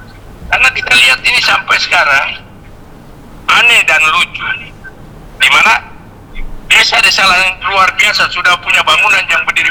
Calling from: Indonesia; Saya lihat aja di desa kami atau kecamatan kami di Laut Utara

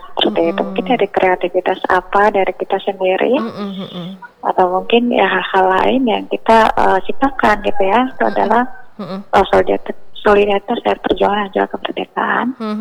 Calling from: Maluku, Indonesia; Salam sejahtera kami dari Timur Indonesia, Maluku Tengah.

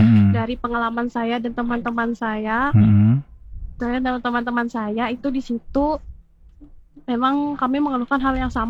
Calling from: Palangkaraya, Central Kalimantan, Indonesia; kebetulan saya warga Palangkaraya.

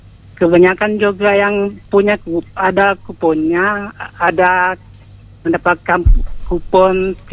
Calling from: Indonesia; di Pondre.

